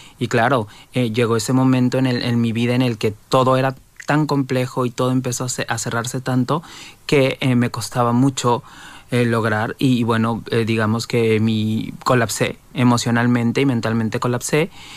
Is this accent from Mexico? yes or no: yes; Mexico; moved away as an adult; now in Spain